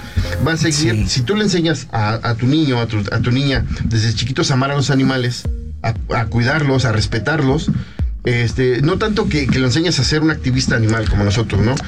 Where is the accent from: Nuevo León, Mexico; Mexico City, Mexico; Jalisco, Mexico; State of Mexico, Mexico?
State of Mexico, Mexico; Naucalpan; nosotros somos de Naucalpan, de San Francisco Chimalpa. Entonces, bueno, pues es una zona semiurbana.